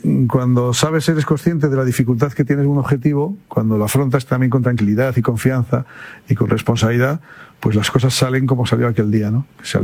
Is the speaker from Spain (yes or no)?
yes; Spain; No, pues nosotros somos los 26 españoles, eran los 26 y son los 26 españoles, que eso es lo que nos da mucha fortaleza.